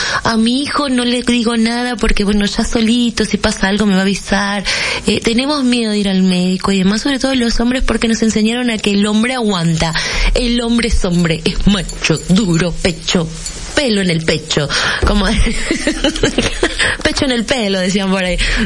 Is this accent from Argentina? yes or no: yes; Salta, Argentina; acá somos nosotros los salteños y todos y cada uno de los argentinos en cada rincón del país.